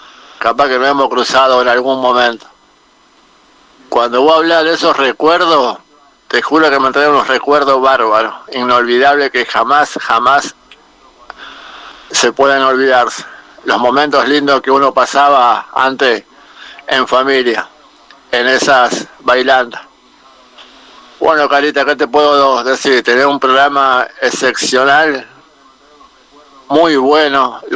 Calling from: Puerto Gaboto, Santa Fe, Argentina; de Puerto Gaboto.

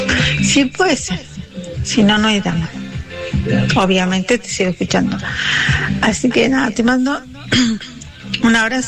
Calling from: Rafaela, Santa Fe, Argentina; Hace frío en Rafaela

